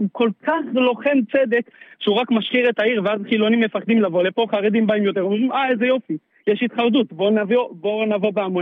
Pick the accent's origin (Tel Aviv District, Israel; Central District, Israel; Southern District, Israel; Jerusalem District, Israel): Southern District, Israel; Arad; אני בן 38, אני יליד ערד, אני חוזר בתשובה.